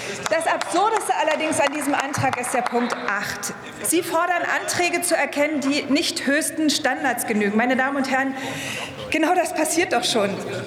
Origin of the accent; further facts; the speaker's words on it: East Germany, Germany; Als Ostdeutsche